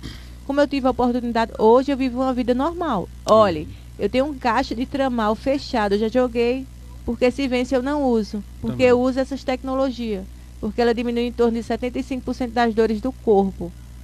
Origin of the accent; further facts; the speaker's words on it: Toritama, Pernambuco, Brazil; Eu sou natural da cidade de Toritama, com muito orgulho.